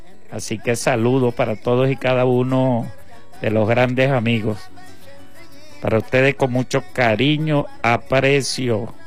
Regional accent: Venezuela; Somos venezolanos, compatriotas.

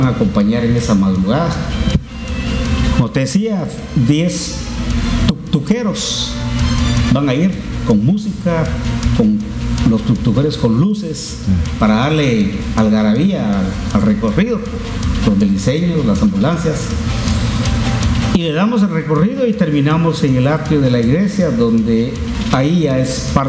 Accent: San Francisco, Petén, Guatemala; now in Flores, Guatemala; Yo soy un San Franciscano ausente, ya tengo 40 años de vivir aquí en Flores, pero no me olvido de mi pueblo.

